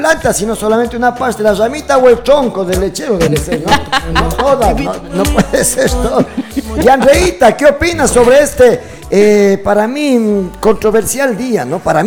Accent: Imbabura, Ecuador; la mayoría de nosotros, y hablo de Imbabura, yo creo que, y me atrevo a decir también del Ecuador, nos criaron como católicos

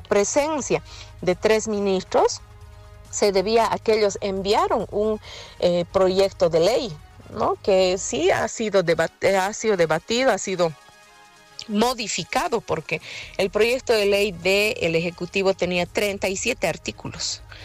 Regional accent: Bolivia; todos somos bolivianos.

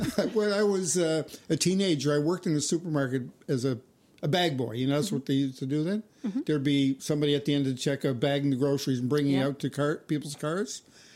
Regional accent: Mount Pearl, Newfoundland and Labrador, Canada; I have to say that my memories of growing up in Mount Pearl were pretty good.

